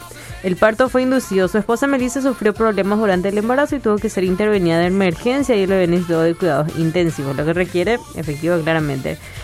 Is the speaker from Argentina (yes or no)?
no; Paraguay